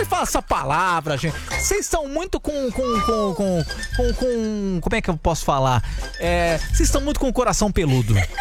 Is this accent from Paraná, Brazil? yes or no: no; Sorocaba, São Paulo, Brazil; Cara, eu sou de Sorocaba, não vem com essa não, hein, cara.